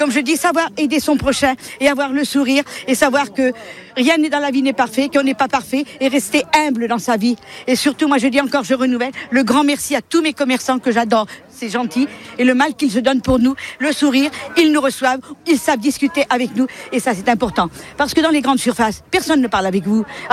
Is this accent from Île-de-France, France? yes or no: no; Centre-Val de Loire, France; born there; now in Amboise, France; Je ne suis pas née ici, je suis née à Épinay-les-Bois.